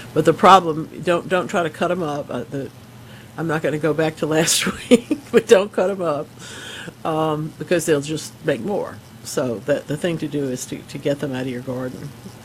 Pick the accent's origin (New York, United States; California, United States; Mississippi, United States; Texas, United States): Mississippi, United States; Gulfport; I grew up in Gulfport